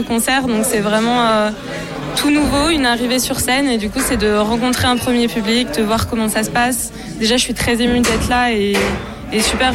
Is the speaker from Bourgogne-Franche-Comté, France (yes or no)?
no; Rennes, Brittany, France; je suis arrivée en octobre 2018 et sinon je viens de Rennes, qui a des grosses scènes musicales aussi